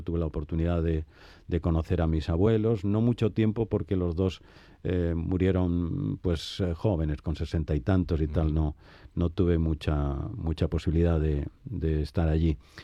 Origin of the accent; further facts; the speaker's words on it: Villa del Río, Andalusia, Spain; Pues mira, vengo de Villa del Río.